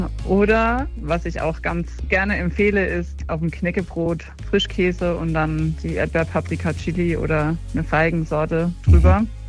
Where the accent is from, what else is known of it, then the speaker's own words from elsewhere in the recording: Tenerife, Canary Islands, Spain; moved away; ich bin halt in Teneriffa aufgewachsen.